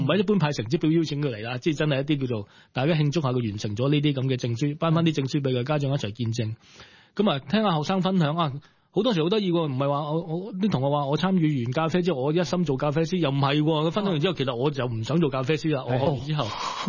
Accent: Tuen Mun, New Territories, Hong Kong; 唔係西貢，喺屯門。咁所以我其實有幾理解圍村啲文化嘅。

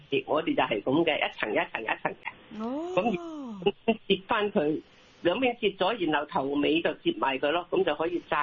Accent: Zhongshan, Guangdong, China; 咁我試過有一個即係我哋係中山人嚟嘅

